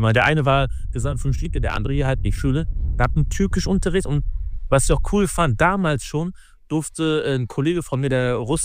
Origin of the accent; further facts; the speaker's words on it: Osnabrück, Lower Saxony, Germany; moved away as an adult; Ich war hier auf der Heiligenweg-Schule. Ich bin in Osnabrück geboren und dann bis ich 19 war, war ich tatsächlich so Schinkelaner.